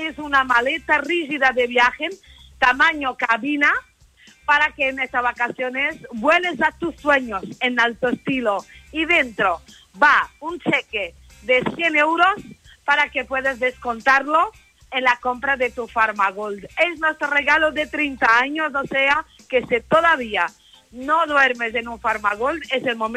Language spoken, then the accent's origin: Spanish; Lisbon, Portugal; moved away; soy de Lisboa, soy de Portugal, por eso tengo este acento tan raro.